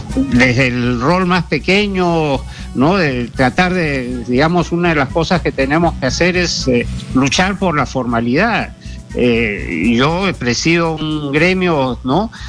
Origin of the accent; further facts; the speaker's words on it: Peru; No puede ser pues que todos somos peruanos, todos estamos metidos en el mismo barco, ¿no?